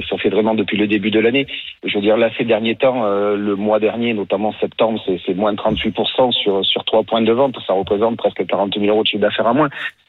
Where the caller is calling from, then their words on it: Bordeaux, Nouvelle-Aquitaine, France; je suis sur Bordeaux aussi